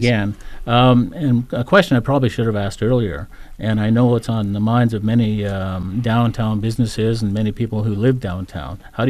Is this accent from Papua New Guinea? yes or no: no; Canada; I am a Canadian.